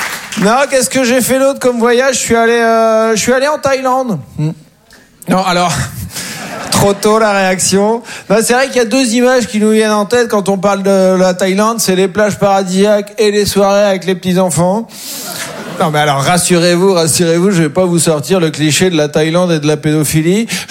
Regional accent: Caen, Normandy, France; Et moi, je viens de Caen, en Normandie. Et souvent, on connaît pas à côté de chez soi. Donc, moi, j'ai décidé de commencer par découvrir la Normandie.

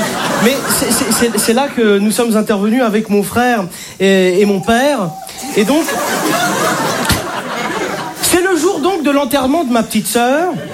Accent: Algeria; Je suis algérien.

